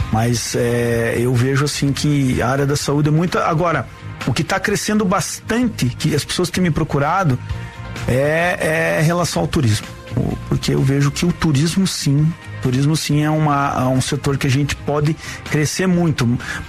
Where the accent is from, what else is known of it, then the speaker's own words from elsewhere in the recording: São José dos Pinhais, Paraná, Brazil; also born or lived in Curitiba; Eu nasci no Hospital São Vicente, em Curitiba. Me criei, fui criado ali em São José dos Pinhais, no bairro Afonso Pena.